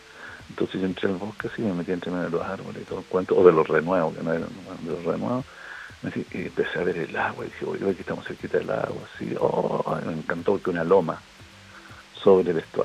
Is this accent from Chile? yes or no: yes; Chile; ¿Cómo somos los chilenos?